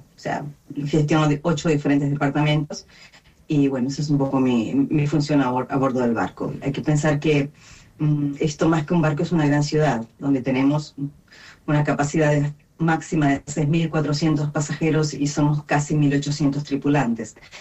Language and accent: Spanish; Patagonia, Argentina; moved away; Y lo digo, soy de Patagonia, Argentina.